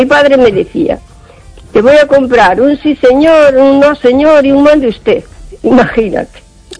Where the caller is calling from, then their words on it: O Carballiño, Galicia, Spain; de Carballiño.